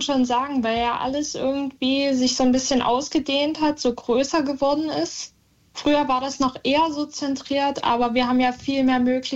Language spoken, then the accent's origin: German; Saxony, Germany; Ich komme aus Kunobalde, das ist in Sachsen, ein kleines Dorf, genau.